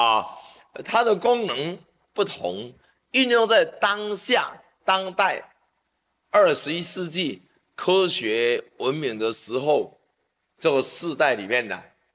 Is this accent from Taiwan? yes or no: yes; Taiwan; 我们很多那时候我们台湾人，啊，到纽西兰移民去了。